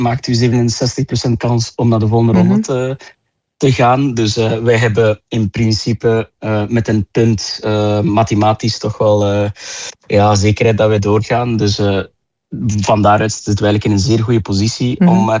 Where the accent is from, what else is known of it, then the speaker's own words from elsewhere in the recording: Ghent, East Flanders, Belgium; now in Oosterzele, Belgium; Klopt, ik ben momenteel woonachtig in Oosterzeele, opgegroeid in Gent.